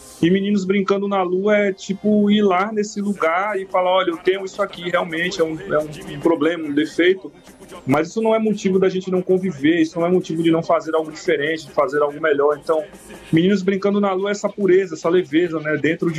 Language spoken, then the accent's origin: Portuguese; Salvador, Bahia, Brazil; Eu sou de Itapuã, sou da parte da praia, mas já circulei muito, já fiz muito show no Pelourinho também.